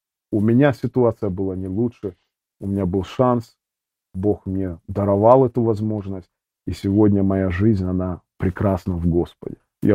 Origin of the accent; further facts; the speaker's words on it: Ukraine; born there; но когда я родился на Украине, в те времена, 1985 год